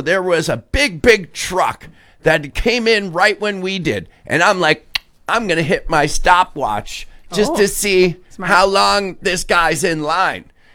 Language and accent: English; Traverse City, Michigan, United States; I drove an hour and a half," and I was like, "I'm from Traverse City." When I got there, I was so excited.